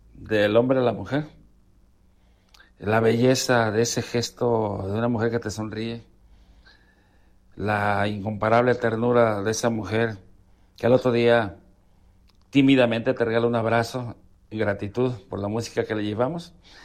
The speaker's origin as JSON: {"language": "Spanish", "country": "Mexico", "said": "somos mexicanos"}